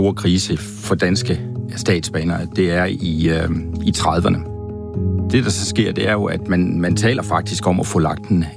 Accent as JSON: {"language": "Danish", "region": "Jutland", "country": "Denmark", "said": "ude på den jyske hed, i øvrigt der, hvor jeg kommer fra"}